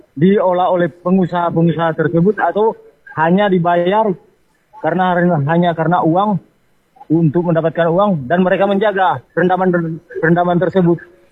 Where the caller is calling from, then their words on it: North Sulawesi, Indonesia; di desa kami, bahkan di daerah Minasa Tenggara sini.